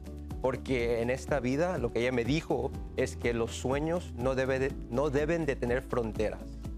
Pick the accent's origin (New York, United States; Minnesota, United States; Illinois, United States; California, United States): California, United States; Los Angeles; born there; also born or lived in Ecuador; Yo nací en Ecuador, vine a este país con mi mamá y papá cuando teníamos 7 años. Mi padre era doctor que vino a trabajar en un car wash, un lavacarros, y mi mamá, una doctora que vino a trabajar en un Kmart. Y por muchos años vivíamos por todas partes